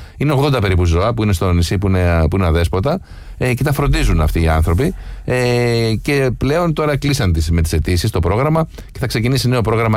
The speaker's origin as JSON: {"language": "Greek", "area": "Syros", "region": "South Aegean", "country": "Greece", "said": "στην πατρίδα μου τη Σύρο"}